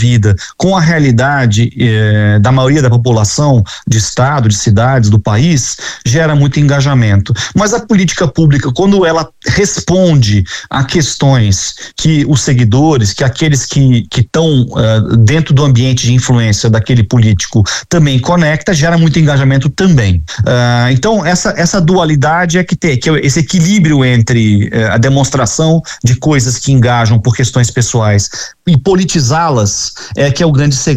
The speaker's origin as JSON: {"language": "Portuguese", "region": "Rio de Janeiro", "country": "Brazil", "said": "Eu sou do Rio de Janeiro"}